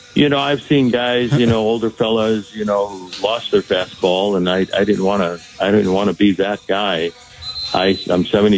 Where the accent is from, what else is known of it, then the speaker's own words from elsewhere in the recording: Chicago, Illinois, United States; me growing up in Chicago and my favorite player, Louis Aparicio